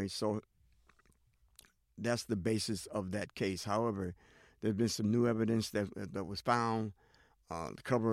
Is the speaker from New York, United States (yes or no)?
yes; New York, United States; 3-0, and obviously broke my heart being a New Yorker.